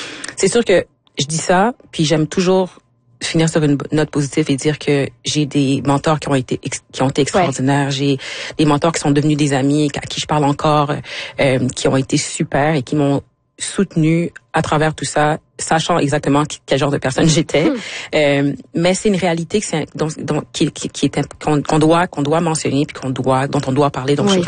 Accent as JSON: {"language": "French", "region": "Quebec", "country": "Canada", "moved": "yes", "said": "Je suis partie du Québec, ça fait comme 7 ans."}